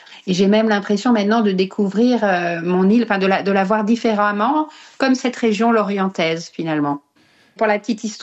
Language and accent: French; Brittany, France; je suis une bretonne et j'adore ma région parce que justement, elle est tournée vers la mer beaucoup. Des paysages de bord de mer très changeants, très, très variés.